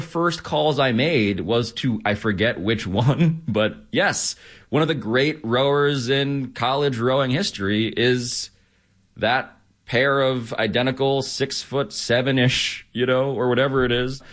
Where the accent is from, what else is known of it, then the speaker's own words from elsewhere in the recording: New York City, New York, United States; Again, I'm from New York City, did not know what crew was